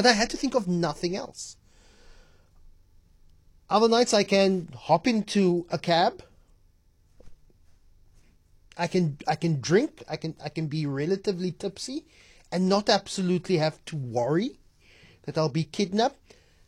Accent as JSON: {"language": "English", "country": "South Africa", "said": "as a South African man."}